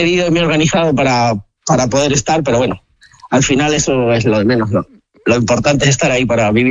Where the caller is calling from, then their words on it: Villacañas, Castilla-La Mancha, Spain